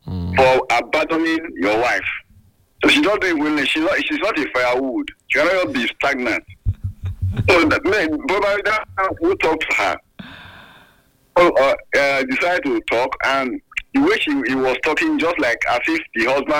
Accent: Sapele, Delta, Nigeria; I'm from Sapele.

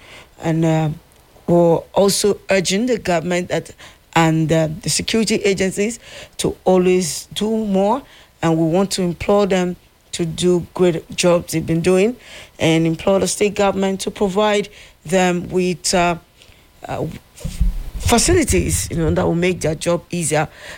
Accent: Nigeria; as a Nigerian

